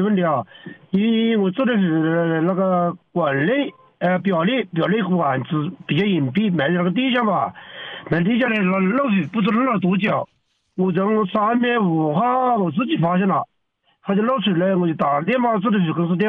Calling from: Yueyang, Hunan, China; 我们是岳阳市岳楼区。

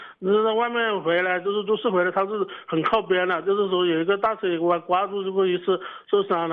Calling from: Yiyang, Hunan, China; 我是益阳桃的嵩山的

